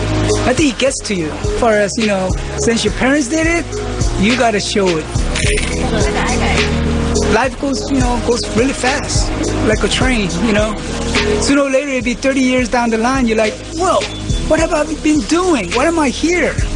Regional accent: South Korea; moved away; We're from Korea, so I'm kind of like in a culture where, you know, family's first concept.

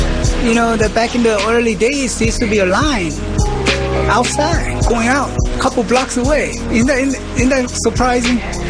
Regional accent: South Korea; moved away; We're from Korea, so I'm kind of like in a culture where, you know, family's first concept.

